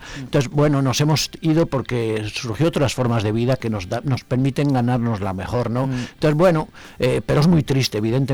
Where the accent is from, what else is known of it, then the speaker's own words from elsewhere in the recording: Manzanal, Castile and León, Spain; born there; moved away; mi pueblo, que me dio esos 7 años maravillosos